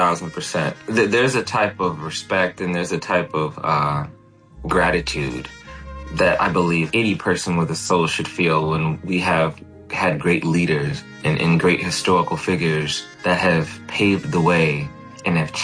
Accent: Jamaica; You know, as a Jamaican, as a West Indian, even reggae, you know, in reggae tone, you know.

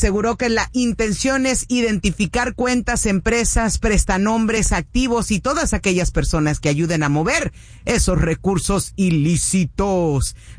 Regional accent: Cuernavaca, Morelos, Mexico; Ese es en mi pueblo allá en Cuautla. Bueno, yo soy de Cuernavaca

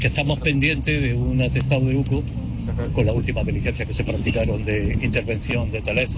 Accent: Granada, Andalusia, Spain; soy de Granada

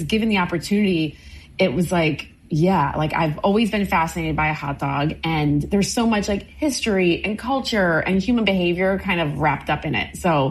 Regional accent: Maryland, United States; Like me growing up in Maryland, those were always the things, a hot dog or a hamburger.

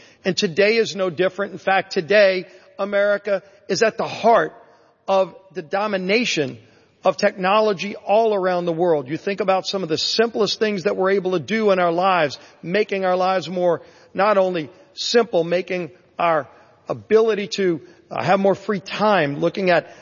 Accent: Louisiana, United States; I've seen massive data centers in my home state of Louisiana.

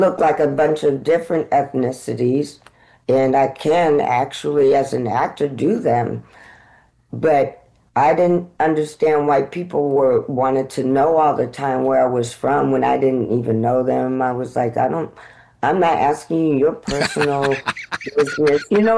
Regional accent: Atlanta, Georgia, United States; born there; moved away; also born or lived in Boston, Massachusetts / Port Chester, New York / New York; I was raised in Atlanta and grew up in New York because I was actually born in Boston, and then we moved to Port Chester, New York, which is, you know, near Mount Vernon and White Plains. And when I was seven, going into the second grade, we moved to Atlanta.

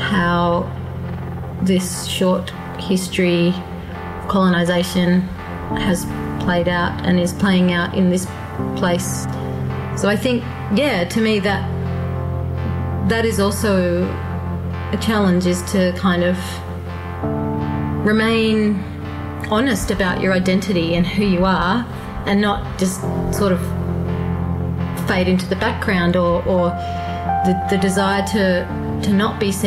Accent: Sydney, New South Wales, Australia; I'm from Sydney.

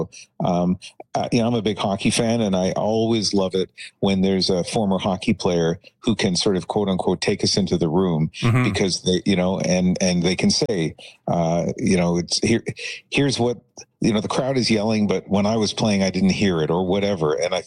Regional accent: Trinidad & Tobago; born there; I was born in Trinidad, and it was a British colony when I was born.

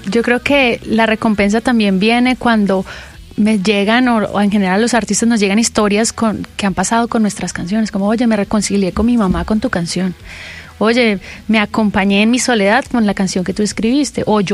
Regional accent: Santander, Colombia; moved away; also born or lived in Bogotá; Yo soy santandereana

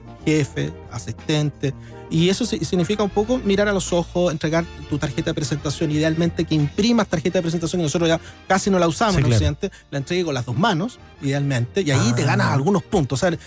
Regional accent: Chile; Somos primero occidentales, segundo somos latinos, y tercero, y más encima, somos chilenos.

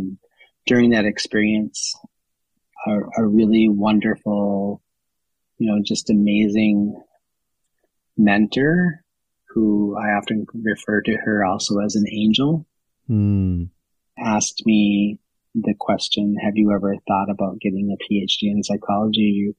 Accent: Minnesota, United States; moved away as an adult; And then I ended up moving to California when I was 23 years old. I was running away from Minnesota as much as I was running towards something.

